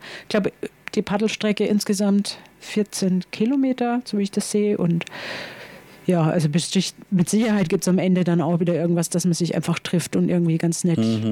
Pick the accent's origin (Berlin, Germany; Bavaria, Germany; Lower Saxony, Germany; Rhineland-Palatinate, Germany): Bavaria, Germany; wir kommen beide aus der Oberpfalz.